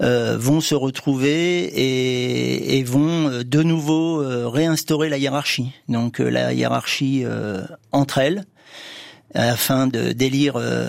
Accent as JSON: {"language": "French", "region": "Normandy", "country": "France", "said": "Non, moi je suis originaire de Normandie, mes parents étaient issus du milieu agricole"}